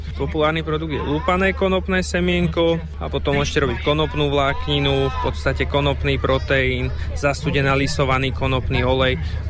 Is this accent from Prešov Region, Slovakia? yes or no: no; Hubová, Žilina Region, Slovakia; Naši predkovia ju pestovali u nás v Hubovej